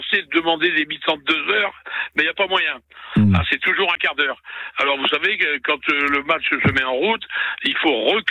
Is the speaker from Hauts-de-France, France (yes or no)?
yes; Neuville-Saint-Vaast, Hauts-de-France, France; born there; now in Lens, France; moi je suis né entre Lens et Arras, je suis né à Neuville-Saint-Va.